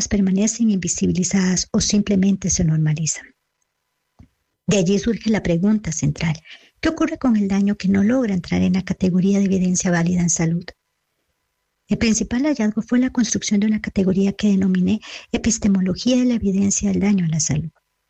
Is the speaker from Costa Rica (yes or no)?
yes; Costa Rica; Soy historiadora costarricense y doctora del programa de salud pública de la Universidad de Chile.